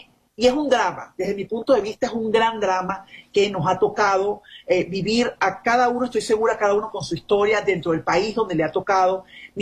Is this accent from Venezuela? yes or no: yes; Venezuela; moved away as an adult; now in United States; qué me hizo salir de mi país, qué me puso a mí como venezolana en esta situación